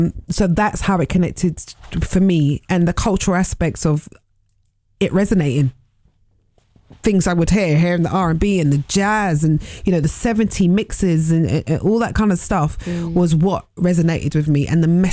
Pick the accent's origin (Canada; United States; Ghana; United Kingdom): Ghana; Shout out to the Jamaicans. Shout out, even though we come from Ghana.